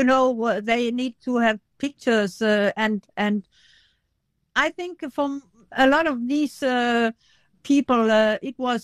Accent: Denmark; We come from Denmark and... maybe when we played a match at home, there were 50 people looking.

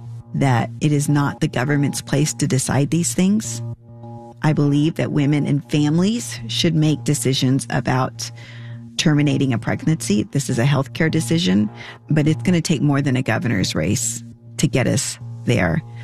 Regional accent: Brownsville, Texas, United States; I grew up in the Rio Grande Valley. It was the dominant culture I grew up in.

